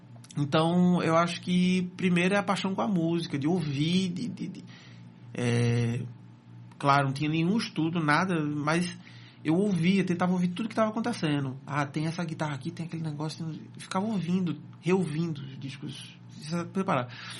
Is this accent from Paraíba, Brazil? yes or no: no; Bezerros, Pernambuco, Brazil; Eu sou do interior, mas sou de Bezerros. Eu ficava lá nas férias e tal. Morei lá um ano.